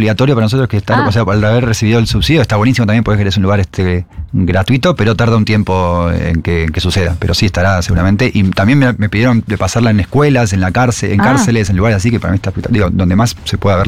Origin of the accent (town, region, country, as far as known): Argentina